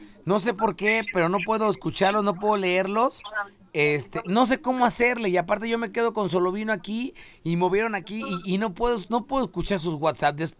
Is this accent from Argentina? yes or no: no; Mexico; Digo, en México somos unos gandallas, esa es una realidad.